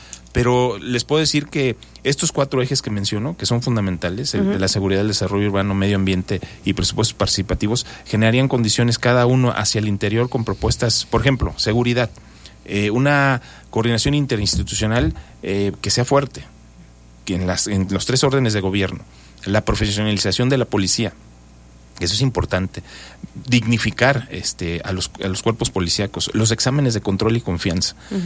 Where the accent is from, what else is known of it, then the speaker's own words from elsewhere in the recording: Cuernavaca, Morelos, Mexico; Yo pues nací aquí en el 71, soy originario aquí de Cuernavaca